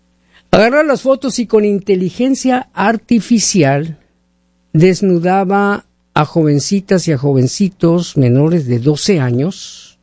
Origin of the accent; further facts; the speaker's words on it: Mexico; moved away; Yo soy de México, y yo empecé en la música cuando tenía 13, 14 años ya, ¿no? ¿Y qué crees? No sabíamos nada de inglés